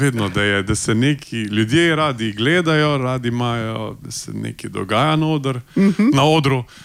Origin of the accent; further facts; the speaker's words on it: Laško, Savinjska, Slovenia; Iz Laškega sem, nič takega ni. Od nekod moraš izbirati in jaz sem iz Laškega.